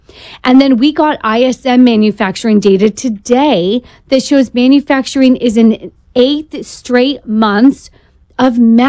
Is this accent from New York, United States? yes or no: no; California, United States; And I'm from California.